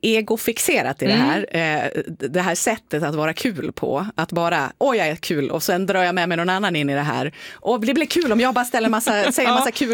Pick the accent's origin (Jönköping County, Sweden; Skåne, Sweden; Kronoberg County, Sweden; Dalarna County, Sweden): Dalarna County, Sweden; Yttermalung; jag växte upp i Yttermalung, kanske typ det här åren 95-97 någonstans där.